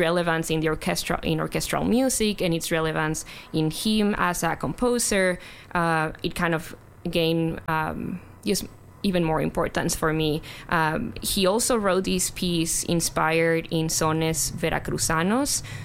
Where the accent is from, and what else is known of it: Mexico; moved away